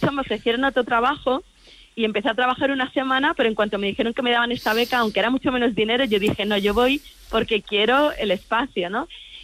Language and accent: Spanish; Madrid, Community of Madrid, Spain; Lo cierto es que, bueno, yo soy de Madrid, como he comentado